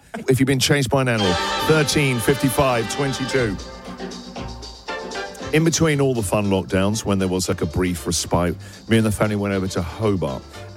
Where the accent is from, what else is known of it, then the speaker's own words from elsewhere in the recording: England, United Kingdom; We're English. We've never seen a wombat.